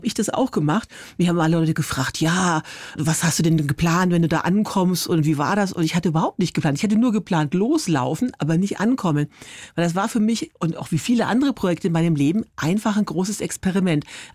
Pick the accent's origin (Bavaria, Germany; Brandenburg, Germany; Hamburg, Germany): Bavaria, Germany; Forchheim; Also ich komme ja aus Forchheim, Oberfranken.